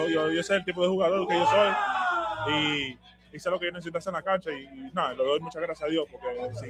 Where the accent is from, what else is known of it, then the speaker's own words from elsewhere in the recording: Dominican Republic; como yo crecí jugando para los soy dominicano, eso es lo que hacemos todo el tiempo.